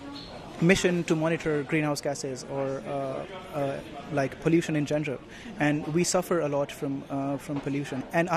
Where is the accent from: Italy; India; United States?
India; moved away as an adult; now in Hong Kong; India is known for my home country is known for their space program